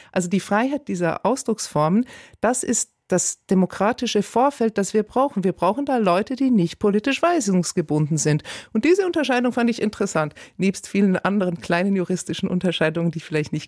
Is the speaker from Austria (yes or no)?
no; United Kingdom; ich bin ja selber Britin